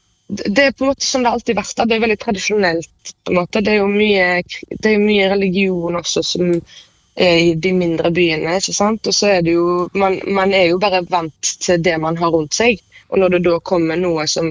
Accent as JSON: {"language": "Norwegian", "town": "Haugesund", "region": "Rogaland", "country": "Norway", "tie": "born there", "moved": "yes"}